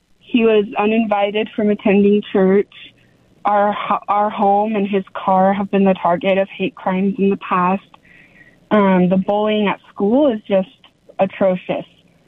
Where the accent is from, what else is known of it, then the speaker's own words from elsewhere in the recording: Heber City, Utah, United States; I was born and raised in Heber City, and that's something that I'm proud of. And I'm also queer, and I'm proud of that.